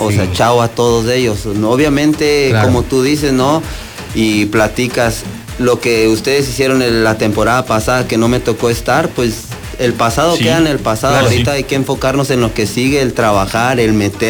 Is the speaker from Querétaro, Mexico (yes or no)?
no; Chihuahua, Mexico; now in Tapachula, Mexico; yo soy de Chihuahua, soy de Licia, Chihuahua